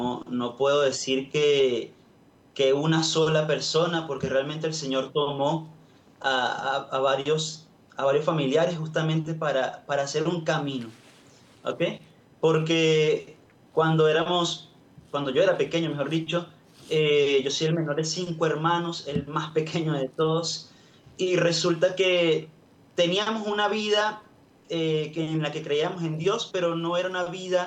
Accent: Guacara, Carabobo, Venezuela; mi tierra de Guacara pues tiene una de las mayores, digamos, imágenes más grandes del país, de José Gregorio Hernández. Entonces, es algo muy sumamente hermoso poder haber nacido en esa tierra tan bendecida por el Señor.

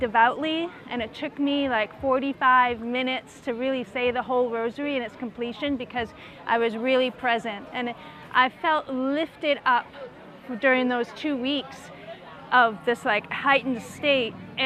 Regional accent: Concord, New Hampshire, United States; I'm from Concord, New Hampshire.

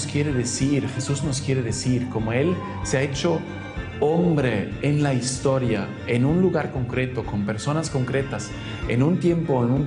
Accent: Italy; first language German; Spanish is a second language; soy italiano, de habla alemana

